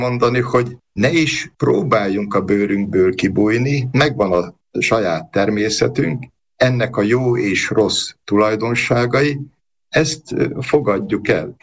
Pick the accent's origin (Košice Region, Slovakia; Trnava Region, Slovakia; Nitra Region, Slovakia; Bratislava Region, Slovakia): Košice Region, Slovakia; Hrušov; also born or lived in Rožňava; Valóban Rozsnyón születtem, annak idején már a kórházi születések voltak, én ott születtem, de körtvélyesen nevelkedtem föl. 15 éves koromban kerültem el Kassára.